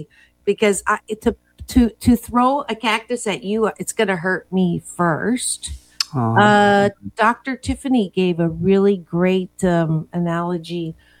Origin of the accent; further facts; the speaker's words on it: Kitchener-Waterloo, Ontario, Canada; born there; I was born in Kitchener-Waterloo, Jennifer. And so we had to learn French until second grade. It was mandatory.